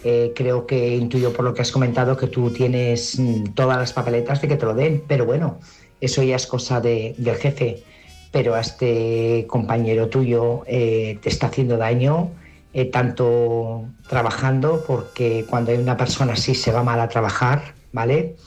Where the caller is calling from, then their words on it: Burgos, Castile and León, Spain; corresponsal de Burgos.